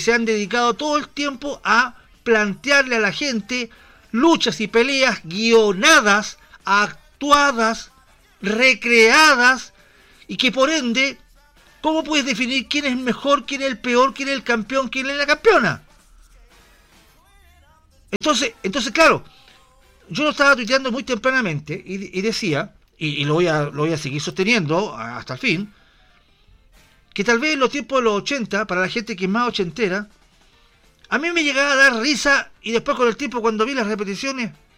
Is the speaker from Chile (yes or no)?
yes; Chile; somos chilenos